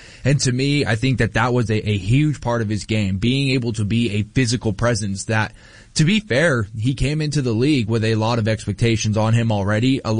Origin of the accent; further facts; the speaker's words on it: California, United States; And that was because growing up in the Bay Area, a guy like me, there wasn't a lot of college football in the kind of 2010s era.